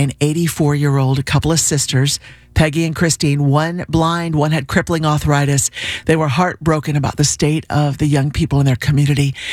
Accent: Florida, United States; you know, we're from Florida, but we love reading about the Hebrides revival.

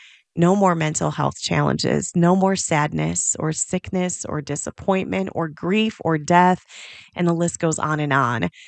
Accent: Michigan, United States; actually grew up in my hometown in Michigan

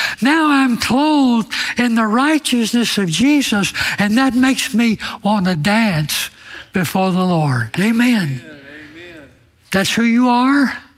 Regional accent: Alabama, United States; I'm from Alabama, and that's an Alabama phrase for spill.

